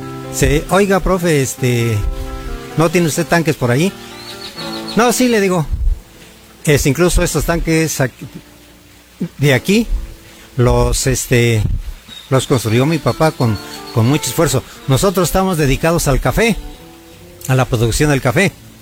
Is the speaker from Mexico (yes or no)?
yes; San Bartolo Tutotepec, Hidalgo, Mexico; Exactamente, somos originarios de aquí de San Bartolo Tutotepec. Somos nacidos aquí en la colonia industrial